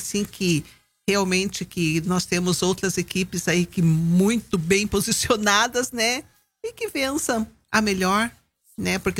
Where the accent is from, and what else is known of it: Brazil